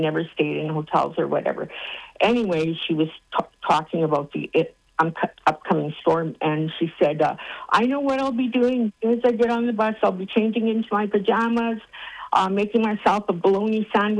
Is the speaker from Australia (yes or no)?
no; Ebb and Flow, Manitoba, Canada; I'm originally from Ebb and Flow